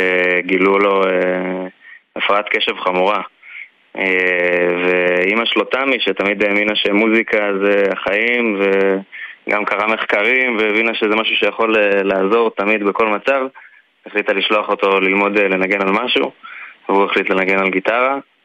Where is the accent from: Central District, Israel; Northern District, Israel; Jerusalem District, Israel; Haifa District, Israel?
Northern District, Israel; Karmiel; moved away as an adult; now in Tel Aviv, Israel; אני בן 30, במקור מקרמיאל, גדלתי עם עומרי, ממש ככה מהגן, והיום אני גר בתל אביב.